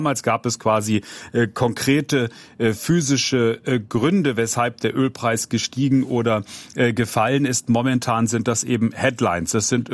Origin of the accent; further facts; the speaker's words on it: Switzerland; now in United States; Also als Schweizer könnte man da sagen, Gott, ist das billig in den Vereinigten Staaten zu tanken